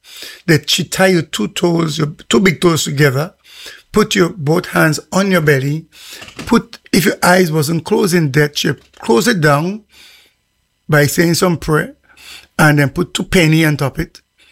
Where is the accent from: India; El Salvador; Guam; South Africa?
Guam; Growing up in Guam in the 70s, late 60s, 70s, 80s, late 80s, sorry, late 60s, 70s.